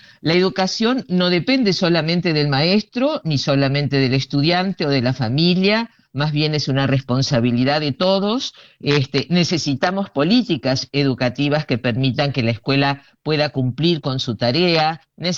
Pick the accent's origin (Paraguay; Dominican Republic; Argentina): Argentina; nos haga sentir orgullosos como argentinos.